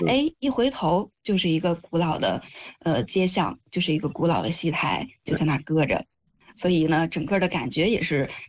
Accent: Zhangjiakou, Hebei, China; 我作为一个张家口人

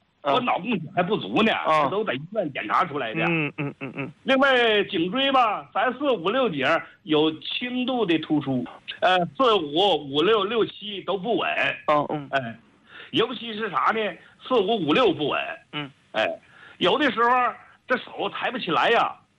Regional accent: Jilin, China; 我家是吉林的。

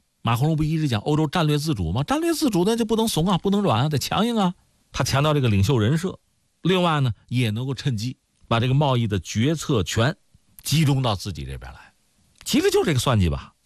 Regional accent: China; 我中国人

